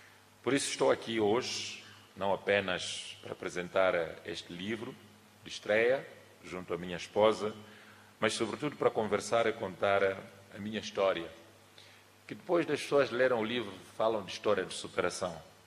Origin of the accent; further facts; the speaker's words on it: Aminga, Mozambique; born there; Eu nasci em Aminga, no dia 6 de janeiro de 1977, 2 anos depois da independência nacional.